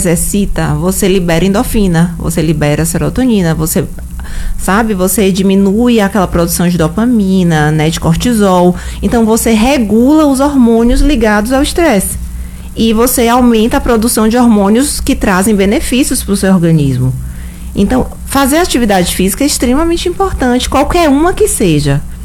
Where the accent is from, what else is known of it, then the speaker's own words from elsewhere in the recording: Bahia, Brazil; eu sou do interior da Bahia, lá tinha uma academia. Hoje tem mais de 50 academias numa cidade pequena.